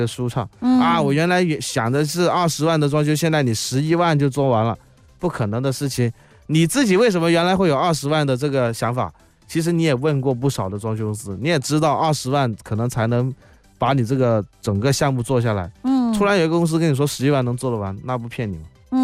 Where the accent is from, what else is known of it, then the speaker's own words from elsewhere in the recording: Guangdong, China; 我们广东话